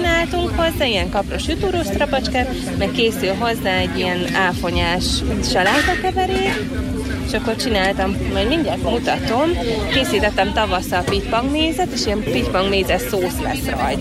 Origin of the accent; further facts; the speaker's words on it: Kács, Borsod-Abaúj-Zemplén, Hungary; born there; én itt születtem egyébként Kácson.